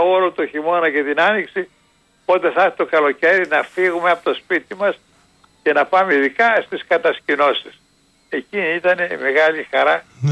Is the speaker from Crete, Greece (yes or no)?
no; Attica, Greece; Σε εξοχή μεγαλώσαμε σχεδόν στην Αθήνα, σε πράσια που μέναμε